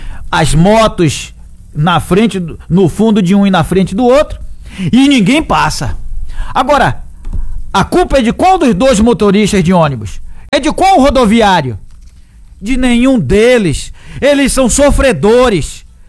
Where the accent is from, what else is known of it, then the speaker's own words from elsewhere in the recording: Salvador, Bahia, Brazil; Ó, quando eu era pequeno lá em Paripe, eu sabia que era assim, o ambulante é vendedor ambulante, ou então o camelô.